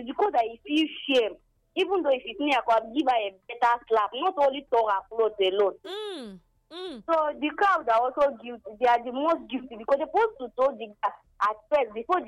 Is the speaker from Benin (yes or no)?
yes; Benin; English is a second language; I'm from Benin.